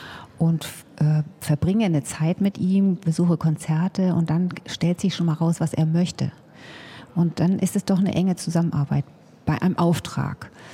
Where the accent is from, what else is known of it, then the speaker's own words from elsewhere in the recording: Hamburg, Germany; moved away as an adult; now in Mecklenburg, Germany; ich komme eigentlich aus Hamburg und habe da anfangs gearbeitet.